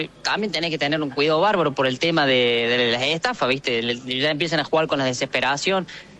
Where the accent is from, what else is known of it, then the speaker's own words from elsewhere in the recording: Villa del Rosario, Córdoba, Argentina; somos de Córdoba, Villa del Rosario.